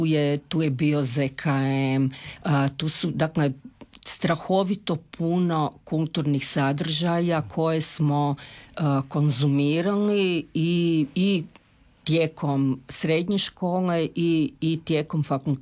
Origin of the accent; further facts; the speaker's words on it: Zagreb, City of Zagreb, Croatia; born there; Ponosna sam što potječem sa Žumberka, iako sam rođena u Zagrebu, i to vrlo rado ističem zapravo da sam ja u biti Žumberčanka.